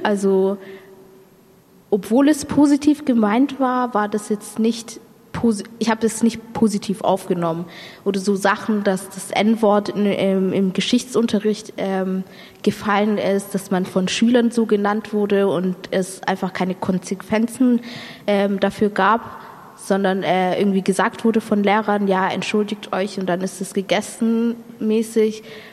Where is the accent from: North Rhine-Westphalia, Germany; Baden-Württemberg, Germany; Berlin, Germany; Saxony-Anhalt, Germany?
Baden-Württemberg, Germany; Stuttgart; ich bin in Stuttgart aufgewachsen